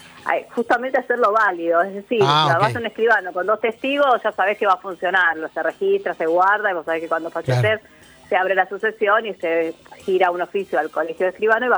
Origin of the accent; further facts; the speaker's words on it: Caseros, Buenos Aires Province, Argentina; Soy de Caseros yo también, así que vecino mío.